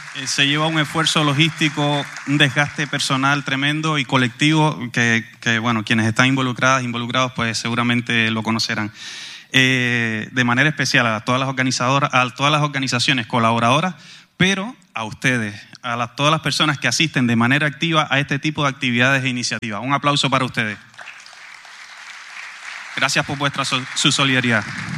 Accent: Cuba; now in Canary Islands, Spain; soy de origen cubano.

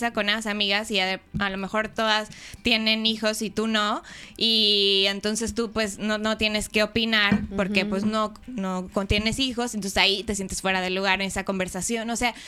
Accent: Mexico City, Mexico; moved away as an adult; now in Mérida, Mexico; yo toda mi infancia, cuando crecí en Ciudad de México, yo fui hija de padres divorciados

